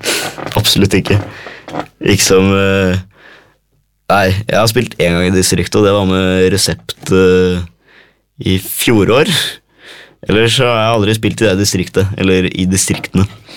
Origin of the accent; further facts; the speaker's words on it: Oslo, Norway; accent: broad Oslo dialect; Nei, jeg gikk fra Østfold, jeg er fra Oslo.